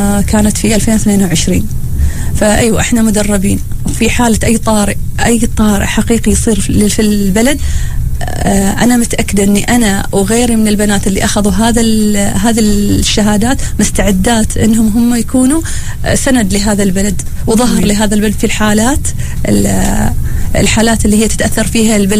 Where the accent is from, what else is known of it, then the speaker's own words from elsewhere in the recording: Oman; accent: Omani; انا اتكلم باللهجة العمانية